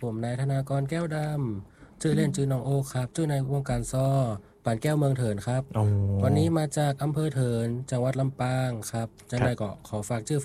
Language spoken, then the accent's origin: Thai; Chiang Saen, Chiang Rai, Thailand; born there; moved away; also born or lived in Lampang; บ้านเกิดอยู่เชียงไฮ้ครับอยู่อำเภอเจียงแสน